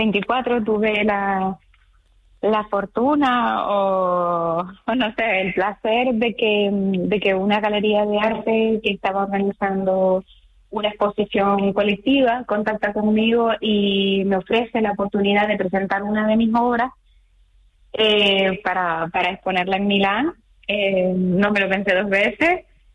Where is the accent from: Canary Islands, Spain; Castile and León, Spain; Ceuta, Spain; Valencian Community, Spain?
Canary Islands, Spain